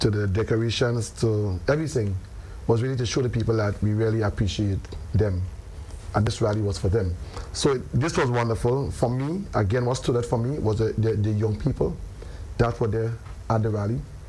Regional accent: Grenada; growing up in the South

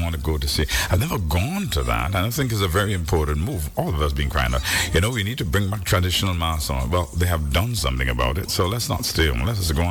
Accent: Saint Patrick, Grenada; I'm from St. Patrick's

